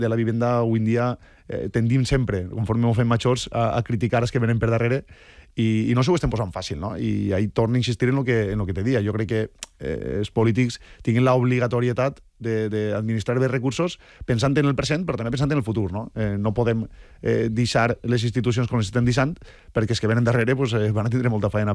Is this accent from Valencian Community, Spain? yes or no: yes; Gavarda, Valencian Community, Spain; I la meva comarca i el meu poble, que te vaig a dir? Jo, en Gavarda, si me digueres, bueno, és un poble que viu al costat del Xúquer.